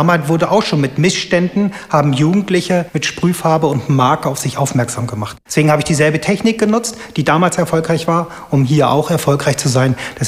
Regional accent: Wolfsburg, Lower Saxony, Germany; Ich komme aus Wolfsburg, bin auch ein Wolfsburger Künstler, wohne in Fallersleben und lebe und arbeite hier.

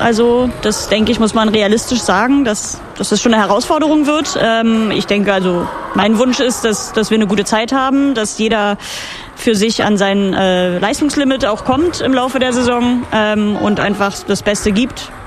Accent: Berlin-Brandenburg, Germany; wir kommen eigentlich alle aus Berlin-Brandenburg, aus der Region

